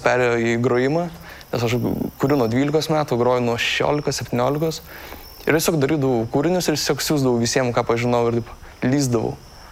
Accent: Vilnius County, Lithuania; now in Vilnius, Lithuania; Aš esu iš Bijūnų kaimo, prie Trakų

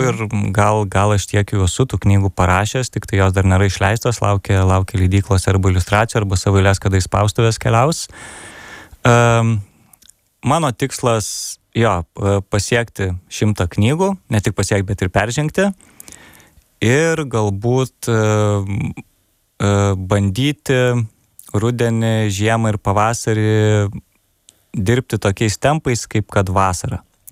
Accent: Palanga, Klaipėda County, Lithuania; Buvom visą savaitę ten pas mano artimuosius, kadangi aš palangiškis.

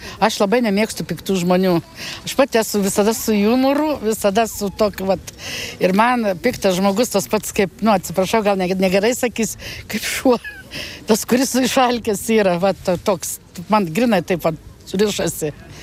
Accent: Samogitia, Lithuania; Mes žemaičia, aš ne visai esu žemaitė, bet žemaičia mes turim tą savo tokį užsispyręs kaip žemaitis.

